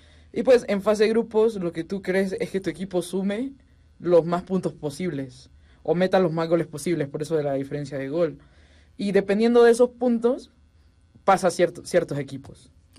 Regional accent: El Salvador

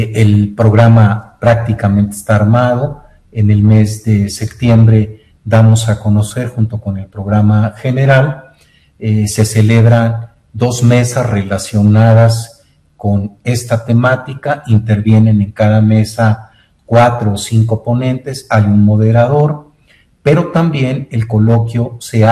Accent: Guadalajara, Jalisco, Mexico; born there; Los que nacimos en Guadalajara nos dicen tapatíos.

